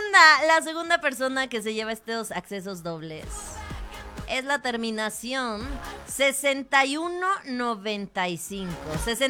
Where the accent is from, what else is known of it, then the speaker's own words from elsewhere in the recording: San Luis Potosí, Mexico; also born or lived in Coahuila; Somos potosinos